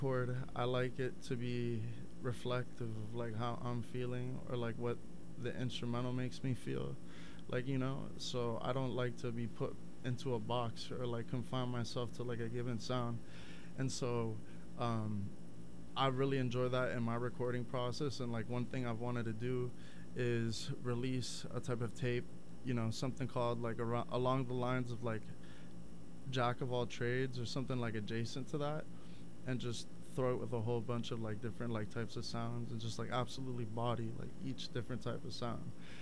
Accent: Miami, Florida, United States; moved away as an adult; also born or lived in Austin, Texas / St. Louis, Missouri; now in Portland, United States; I'm 2,700 miles away from home right now. Woo! So I'm born and raised in Miami, Florida. I'm a Miami boy till I die. I moved out to Portland roughly 3 years ago. I was living in Austin, Texas before that, too.

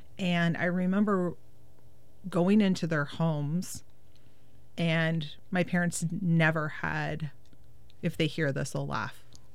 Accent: Silverton, Oregon, United States; now in Portland, United States; when I was growing up in Silverton, neighbors talked to neighbors.

